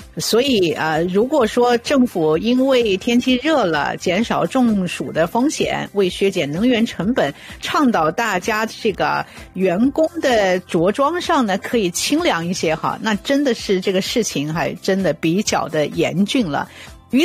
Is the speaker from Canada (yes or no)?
yes; Toronto, Ontario, Canada